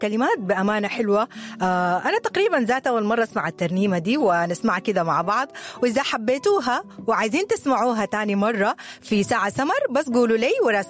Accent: Sudan; احنا كسودانيين بنحب اللمة

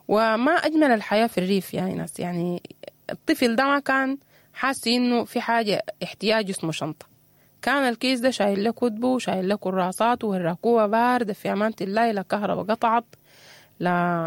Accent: Sudan; بلدنا السودان.

